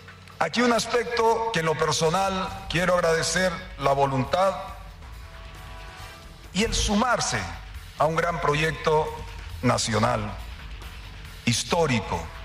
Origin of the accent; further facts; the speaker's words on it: Bolivia; agradecer como boliviano, ya no como presidente